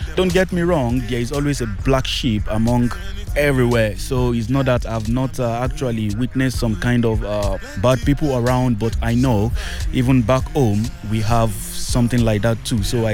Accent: Lagos, Nigeria; moved away as an adult; also born or lived in western Nigeria; now in Maribor, Slovenia; I'm from the west part of Nigeria, but I was born in Lagos. I live all my life in Lagos.

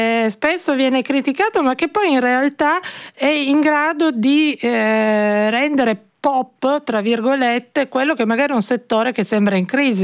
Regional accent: Turin, Piedmont, Italy; che mi rende molto felice da torinese.

